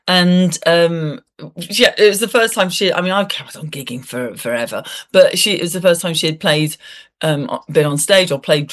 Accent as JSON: {"language": "English", "town": "Birmingham", "region": "West Midlands", "country": "United Kingdom", "said": "they were very proud of their hometown, as we are of coming from Birmingham."}